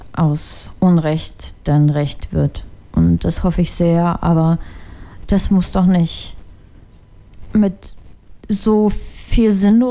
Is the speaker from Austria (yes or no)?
no; Ukraine; Im Übrigen fahre ich regelmäßig hin in die Ukraine, in meine Heimatstadt.